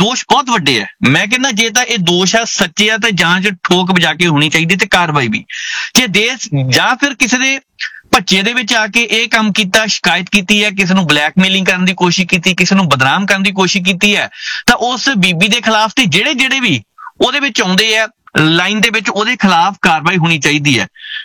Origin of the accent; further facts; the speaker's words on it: Bhogpur, Punjab, India; ਮੈਂ ਜੀ ਦੁਆਬੇ ਦੀ ਧਰਤੀ ਤੋਂ ਆ, ਤੇ ਜਲੰਧਰ ਤੋਂ। ਜਲੰਧਰ ਦੇ ਕੋਲ ਕਸਬਾ ਭੋਪਰ ਪੈਂਦਾ, ਸ਼ੂਗਰ ਮਿਲ ਸਭ ਤੋਂ ਪੁਰਾਣੀ ਹੈ ਪੰਜਾਬ ਦੀ, ਇੱਕੋ ਸ਼ੂਗਰ ਮਿਲ ਜਿਹੜੀ ਸਭ ਤੋਂ ਪਹਿਲਾਂ ਅੰਗਰੇਜ਼ਾਂ ਨੇ ਬਣਾਈ ਸੀ। ਇਹ ਖਾਸੀਅਤ ਹੈ, ਗੰਨਾ ਇੱਥੇ ਸਭ ਤੋਂ ਮਿੱਠਾ ਹੈ, ਇਸੇ ਕਰਕੇ ਚੋਣ ਇਸ ਇਲਾਕੇ ਦੀ ਕੀਤੀ ਸੀ। ਭੋਪਰ ਤੋਂ ਜੀ ਮੈਂ।